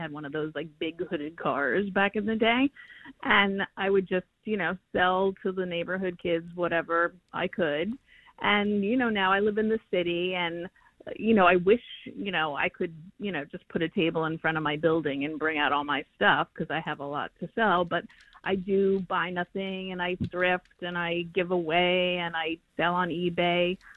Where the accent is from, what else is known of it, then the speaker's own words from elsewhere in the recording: New Jersey, United States; Yeah, I grew up in New Jersey, and like as a 7-year-old or something like